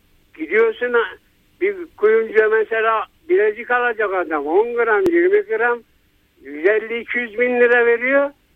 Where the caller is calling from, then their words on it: Erzurum, Turkey; ben Erzurum'dan arıyorum.